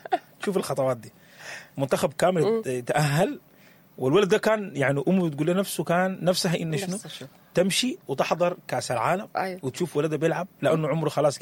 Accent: Sudan; عندنا كسودانيين

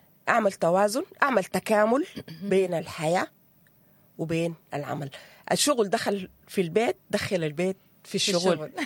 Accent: Sudan; نحن يا إيناس تخيل لي كده كسودانيين

